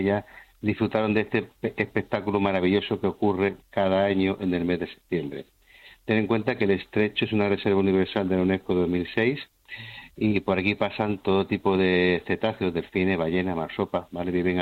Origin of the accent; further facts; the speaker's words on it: Ceuta, Spain; en Ceuta tenemos una costa muy muy grande